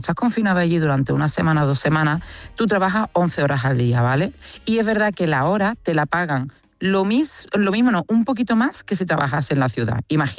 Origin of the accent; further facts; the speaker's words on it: Cádiz, Andalusia, Spain; yo que soy del sur, yo que soy de Cádiz y que estudio en Sevilla